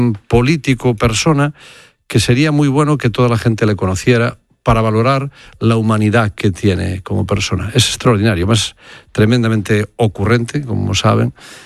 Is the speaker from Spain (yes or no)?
yes; Galicia, Spain